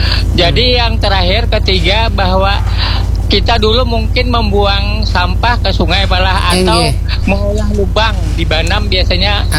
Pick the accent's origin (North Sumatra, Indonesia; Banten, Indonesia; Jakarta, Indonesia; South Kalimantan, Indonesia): South Kalimantan, Indonesia; Banjarmasin; malah dalam kesempatan ini kita sebagai warga Banjarmasin terima kasih kepada pemerintah yang menyediakan tempat sampah plus membuangkan.